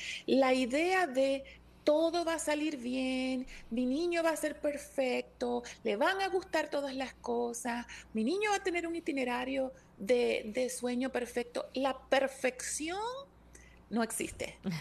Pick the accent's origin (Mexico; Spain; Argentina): Mexico; somos mexicanos